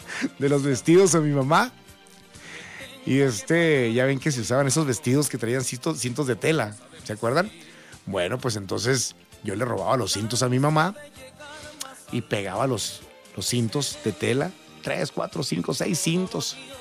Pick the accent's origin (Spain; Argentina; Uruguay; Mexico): Mexico; Navojoa, Sonora; moved away; allá en mi tierra, en Navojoa, Sonora